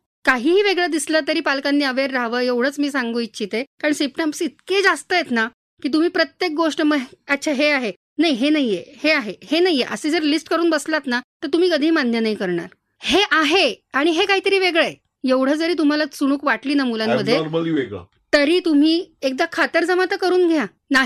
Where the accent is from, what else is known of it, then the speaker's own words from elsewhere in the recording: Mumbai, Maharashtra, India; moved away as an adult; now in Nashik, India; मी आहे खरं तर मुंबईची